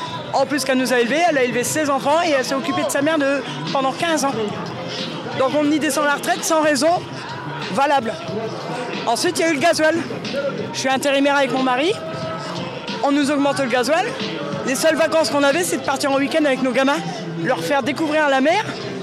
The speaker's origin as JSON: {"language": "French", "region": "Hauts-de-France", "country": "France", "said": "Je viens d'à côté de Noyon. Là, un petit village, un hameau de à côté de Noyon, qui est relié à Noyon."}